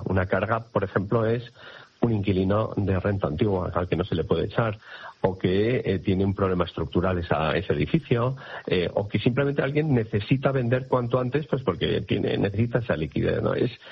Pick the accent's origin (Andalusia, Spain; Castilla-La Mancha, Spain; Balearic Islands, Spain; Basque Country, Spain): Basque Country, Spain; Bilbao; O sea, yo que soy de Bilbao y se me pongo el ejemplo muy sencillo, ¿sabes?